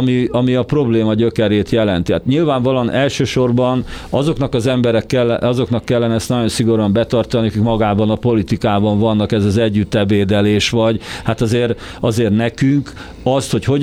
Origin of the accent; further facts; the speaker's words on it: Hungary; born there; ezzel a lelki identitással, amivel ide születtem, magyarnak születtem, Magyarországra születtem. Én hazajöttem ide.